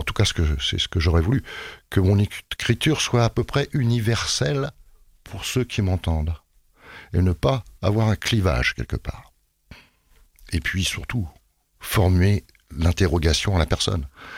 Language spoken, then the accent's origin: French; France; regardez chez nous en France